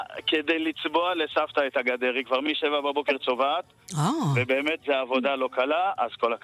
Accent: Rehovot, Central District, Israel; now in Ashdod, Israel; אנחנו גדלנו במרמורק, עברנו לאשדוד, ובעזרת השם אשתי שומעת, אנחנו נגור ברחובות שנה הבאה.

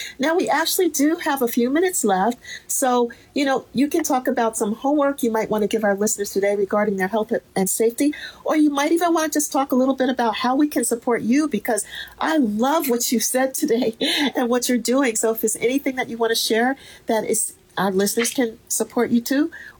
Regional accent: East Coast, United States; now in Hawaii, United States; My children were born and raised here, but I'm actually from the East Coast.

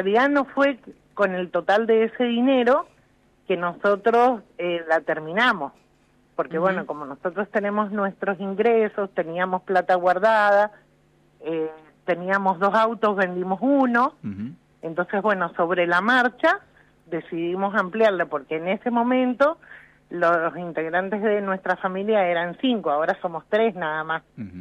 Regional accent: Rivadavia, Mendoza, Argentina; Nosotros somos del este, de Rivadavia.

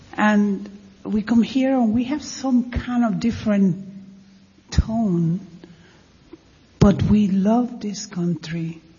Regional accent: Puerto Rico; Well, I'm Puerto Rican and I'm very proud of my country and I'm very, very, very happy to be in this beautiful country

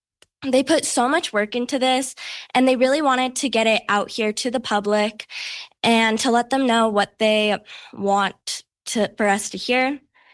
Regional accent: New Mexico, United States; I'm 14. My pronouns are she, her. I identify as Nuevo Mexicana, Chicana.

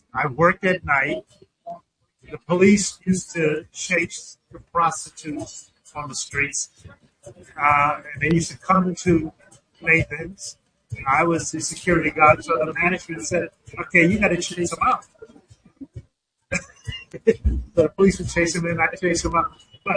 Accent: Canarsie, New York, United States; also born or lived in Bethesda; I grew up in Canarsie. I was born in Bethesda. I grew up in Canarsie. Had a very difficult time in Canarsie. I went to Canarsie High School.

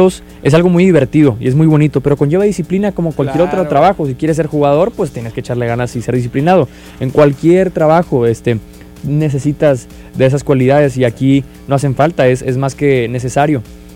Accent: Monterrey, Nuevo León, Mexico; somos regios y le decimos tío a la persona que conocemos hace dos minutos

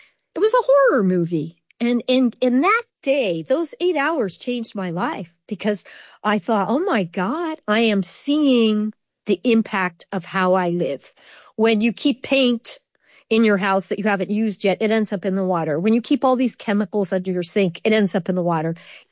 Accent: California, United States; I was as an undergrad in Los Angeles. I'm from California originally. My parents are from Ireland.

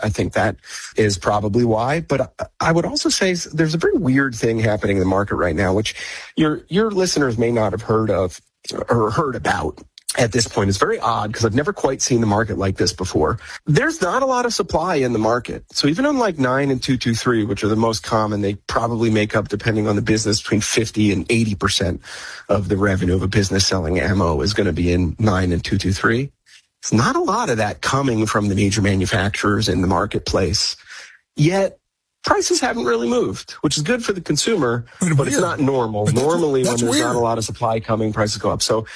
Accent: Pennsylvania, United States; born or raised there

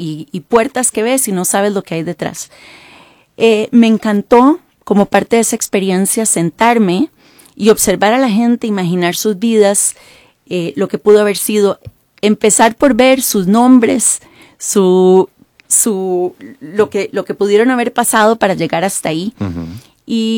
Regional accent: Costa Rica; born there; moved away; also born or lived in Washington / New York / Miami; Yo nací en Costa Rica. De padres, que nacieron en Costa Rica, pero de abuelos polacos, austriacos. Viví en Washington, viví en Nueva York, viví en Miami.

